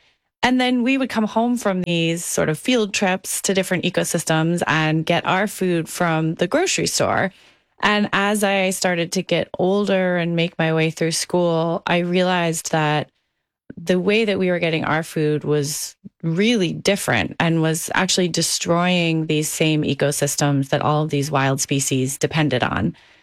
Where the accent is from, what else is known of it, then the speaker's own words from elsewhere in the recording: Maine, United States; So I grew up in Maine with two parents who were bird watchers. And we spent a lot of time traveling around the state of Maine looking at birds in different habitats.